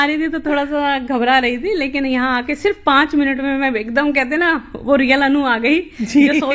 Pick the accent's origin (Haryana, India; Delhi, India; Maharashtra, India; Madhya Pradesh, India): Delhi, India; Samaspur Jagir; मैं दिल्ली के गांव से हूँ जिसका नाम है समसपुर जागीर, वो चौहानों का गाँव है।